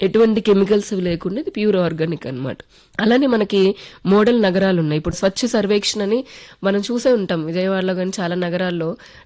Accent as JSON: {"language": "Telugu", "region": "Andhra Pradesh", "country": "India", "said": "నేను ఆంధ్రప్రదేశ్ నుంచి ఉన్నాను కాబట్టి."}